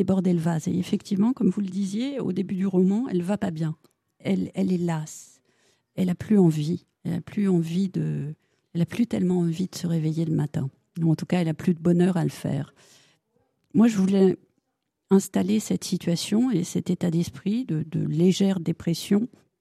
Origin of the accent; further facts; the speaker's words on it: Nantes, Pays de la Loire, France; also born or lived in Pornic; Moi, je suis née à Nantes et j'ai passé mon enfance entre Nantes, où mes grands-parents travaillaient au Théâtre Gralin, et Pornic, où donc mes autres grands-parents, paternels, ceux-là, étaient de petits commerçants.